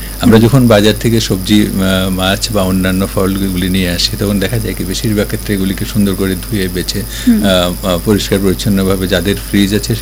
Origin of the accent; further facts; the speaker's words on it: Tripura, India; আমাদের ত্রিপুরাতে